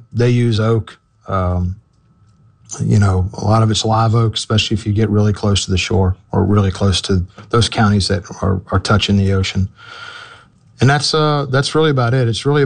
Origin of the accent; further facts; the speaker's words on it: Memphis, Tennessee, United States; born there; I was born in Memphis. Our family farm, both my parents, both sides of my family are from Corinth, Mississippi.